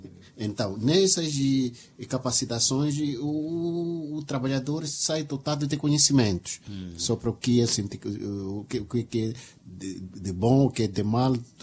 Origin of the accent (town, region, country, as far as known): Mozambique